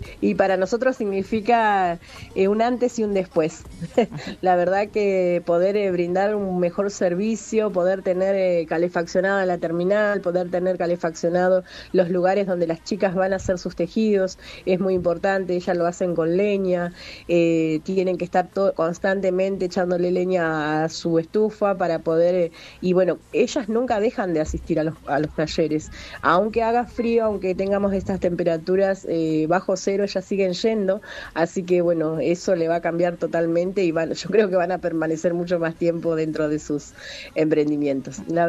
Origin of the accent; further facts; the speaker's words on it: Las Plumas, Chubut, Argentina; Yo soy nacida y criada acá en Las Plumas. Hoy tengo 47 años.